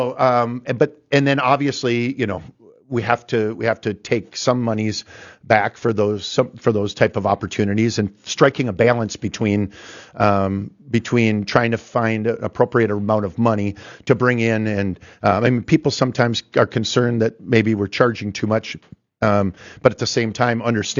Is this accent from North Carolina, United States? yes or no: no; Fargo, North Dakota, United States; I grew up in North Fargo